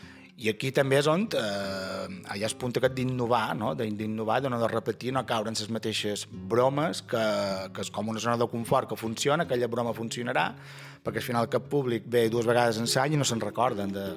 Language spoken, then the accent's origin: Catalan; Ferreries, Balearic Islands, Spain; Sant Joan és molt polit el que vulgueu, però jo som de Ferreries i crec que Sant Bartomeu pues, és molt més.